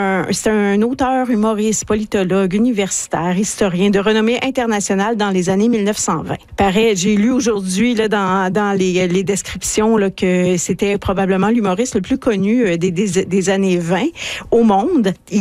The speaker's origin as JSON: {"language": "French", "region": "Quebec", "country": "Canada", "said": "moi je viens des Laurentides"}